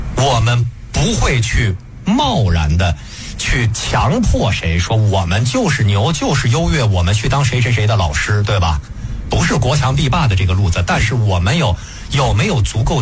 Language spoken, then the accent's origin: Chinese; China; 我们中国人不是一个种族啊，我们56个民族要像16子一样紧紧的团结在一起